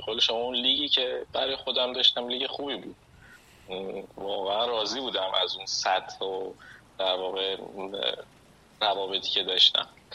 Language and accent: Persian; Turkey; Persian is a second language; بهم گفت کجایی هستی، گفتم ترکیه